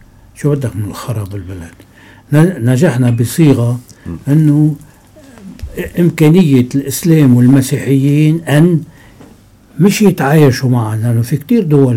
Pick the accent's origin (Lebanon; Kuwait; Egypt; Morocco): Lebanon; أنه عشت بلبنان, أنه ولدت بلبنان.